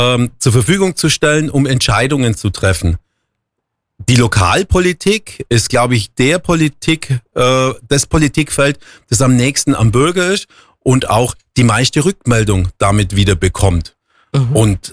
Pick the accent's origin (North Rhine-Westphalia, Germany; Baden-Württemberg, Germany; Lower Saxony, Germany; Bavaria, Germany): Bavaria, Germany; Waltenhofen; Tatsächlich bin ich natürlich sehr gerne in Waltenhofen aufgewachsen, mag diesen Ort.